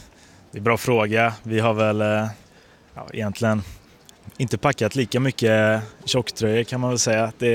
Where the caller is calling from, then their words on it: Sweden; nu har vi lämnat henne hemma i Sverige